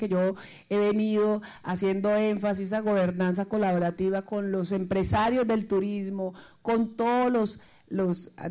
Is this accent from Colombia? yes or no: yes; Buenaventura, Valle del Cauca, Colombia; born there; Nosotros nacimos en Buenaventura, nacimos en el Pacífico, amamos nuestra naturaleza